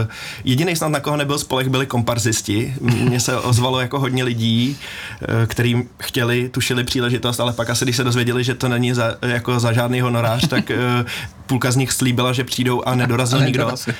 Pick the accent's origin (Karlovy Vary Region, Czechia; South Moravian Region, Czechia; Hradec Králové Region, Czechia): Hradec Králové Region, Czechia; Černý Důl; já jsem tady z Královéhradeckého kraje, jsem z Černého dolu